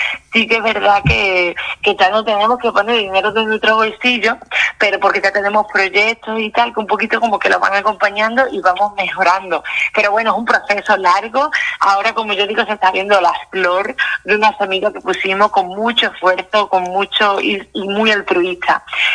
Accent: Villafranca de los Barros, Extremadura, Spain; moved away as an adult; now in Tanzania; ahora mismo estoy aquí en Extremadura, sí, en Villafranca. Yo soy de Villafranca de los Barros, pero bueno, tengo que decir que paso mucha parte de mi vida en Tanzania.

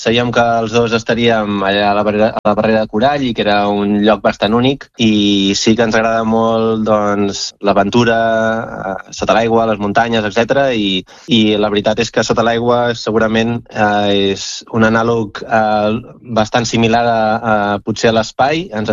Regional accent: Catalonia, Spain; aquest eclipsi va de León al sud de Catalunya, que és d'on soc jo

